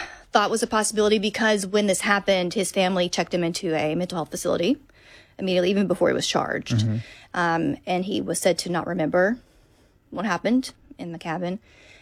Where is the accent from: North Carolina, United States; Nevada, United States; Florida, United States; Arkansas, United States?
Arkansas, United States; somewhere like I grew up in Arkansas, so we're not